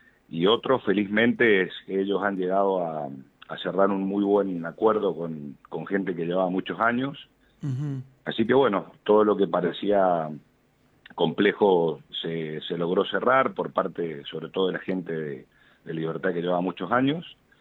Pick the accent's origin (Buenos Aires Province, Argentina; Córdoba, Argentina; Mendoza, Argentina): Mendoza, Argentina; Godoy Cruz; nacimos en Godoy Cruz, nos desarrollamos mucho en Godoy Cruz desde nuestros inicios.